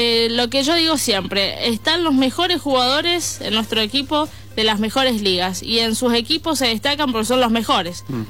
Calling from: Argentina

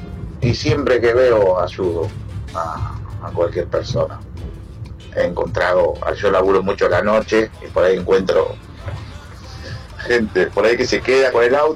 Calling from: Monte Grande, Buenos Aires Province, Argentina; yo laburo con el auto … de Monte Grande

